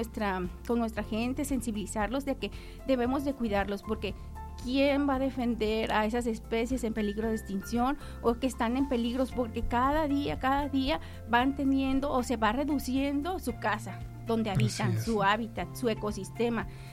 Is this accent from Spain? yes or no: no; San José de Costilla, Jalisco, Mexico; now in Tepic, Mexico; Y un saludo a todos, yo soy de San José de Costilla, municipio uh-huh. de Jalisco, y también mi familia es de por allá, de por el Cuarenteño.